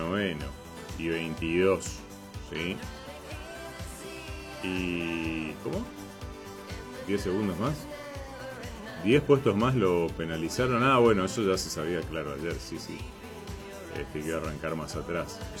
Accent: Argentina; nosotros que somos argentinos

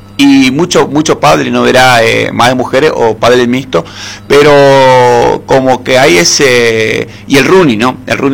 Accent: Posadas, Misiones, Argentina; moved away; yo soy de Posadas

